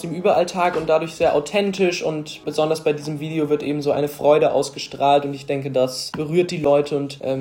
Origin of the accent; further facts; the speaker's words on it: Weimar, Thuringia, Germany